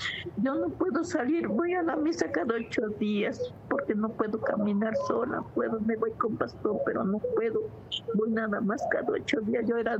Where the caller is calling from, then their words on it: Amatlán de los Reyes, Veracruz, Mexico; Sí, soy de aquí, soy de Amatlán de los Reyes.